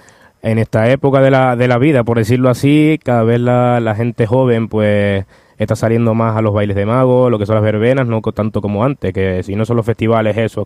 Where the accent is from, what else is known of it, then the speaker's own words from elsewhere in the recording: Garachico, Canary Islands, Spain; born there; yo de aquí no me salgo. Mi pueblo, mi garachico querido, salir de aquí para mí es muy difícil.